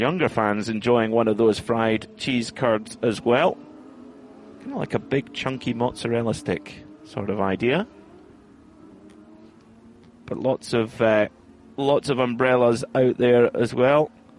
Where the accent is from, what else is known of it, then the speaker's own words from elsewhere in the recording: Scotland, United Kingdom; I'm from Scotland, remember, so anything fried is always a winner.